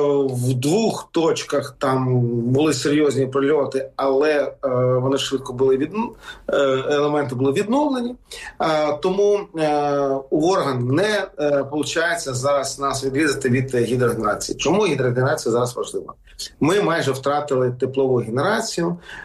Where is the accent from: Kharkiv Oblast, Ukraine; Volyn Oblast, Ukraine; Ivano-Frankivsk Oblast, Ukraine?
Kharkiv Oblast, Ukraine; Якщо говорити про розподіл, це звичайно, це моя рідна Харківщина.